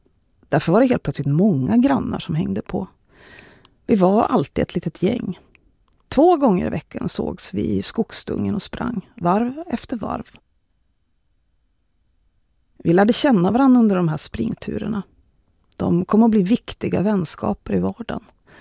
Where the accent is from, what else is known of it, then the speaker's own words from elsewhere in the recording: Jämtland County, Sweden; Ja, det här blev ju också värre av att jag växte upp i Jämtland där utomhusidrott och att röra på sig överlag är människors allra vanligaste och viktigaste hobby.